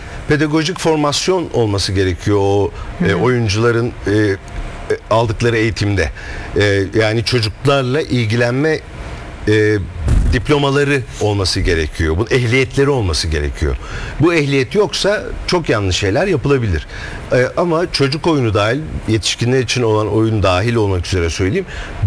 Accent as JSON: {"language": "Turkish", "region": "Istanbul", "country": "Turkey", "tie": "born or raised there", "said": "Ben doğup büyüdüğüm mahalle Göztepe Mahallesi. Hala aynı Göztepe Mahallesi'ndeyim. 5 sokak arayla gidiyorum, geliyorum, yer değiştiriyorum."}